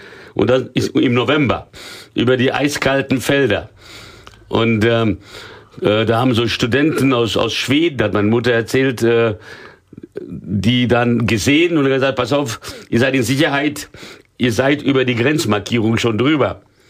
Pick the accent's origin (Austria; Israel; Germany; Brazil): Brazil; São Paulo; Als Baby nach São Paulo, da bin ich aufgewachsen.